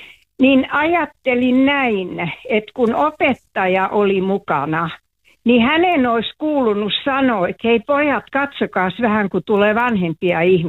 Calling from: Vantaa, Uusimaa, Finland; täällä meillä Myyrmäessä

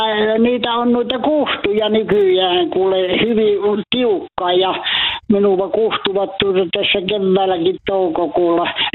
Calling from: Central Finland, Finland; minä olen Keski-Suomesta ja Kivikirkolta.

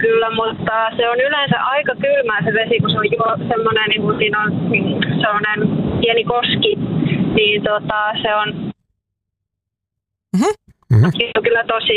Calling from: Helsinki, Uusimaa, Finland; mä oon Helsingistä matkalla Kouvolaan tuonne Verlaan mökille.

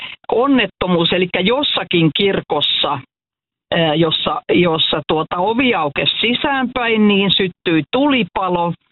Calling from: Vantaa, Uusimaa, Finland; Joo, mä oon vantaalainen paikallishistorian harrastaja.

